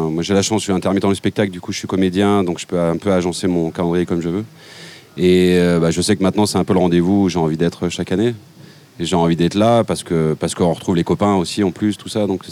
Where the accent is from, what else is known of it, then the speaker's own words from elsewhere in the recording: Saint-Étienne, Auvergne-Rhône-Alpes, France; moi je viens de Saint-Étienne.